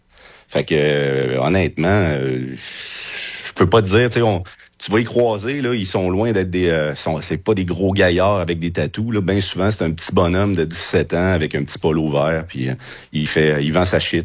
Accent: Quebec City, Quebec, Canada; moved away as an adult; now in Playa del Carmen, Mexico; La ville de Québec même.

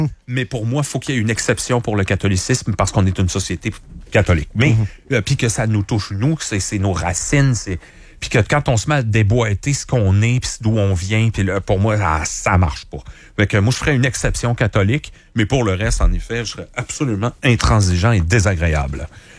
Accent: Canada; On est des Canadiens français catholiques.

